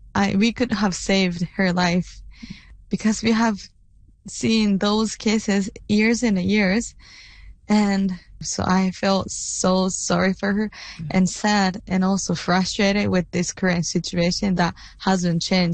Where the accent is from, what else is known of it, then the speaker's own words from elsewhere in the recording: Okinawa, Japan; English is a second language; Military was there since I was born. But what my parents, also my family, told me that after the World War II, 1 in 4 citizen died during the World War II, Okinawa, Battle of Okinawa.